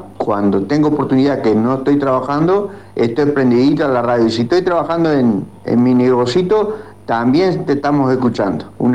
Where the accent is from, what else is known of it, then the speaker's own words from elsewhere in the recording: Minas, Lavalleja, Uruguay; born there; now in Laguna del Sauce, Uruguay; de Laguna del Sauce, minuano de cuna.